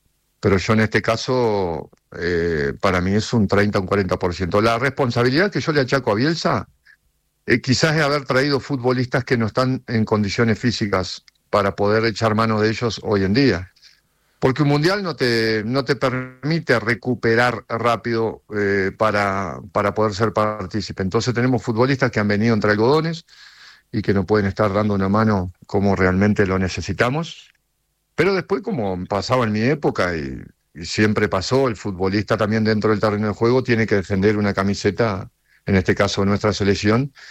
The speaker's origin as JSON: {"language": "Spanish", "country": "Uruguay"}